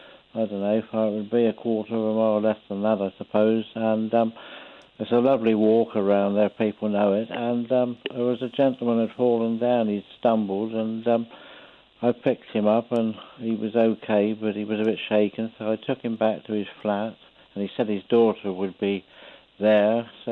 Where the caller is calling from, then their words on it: South East England, United Kingdom; I live 7 miles from my nearest town, which is Alton in Hampshire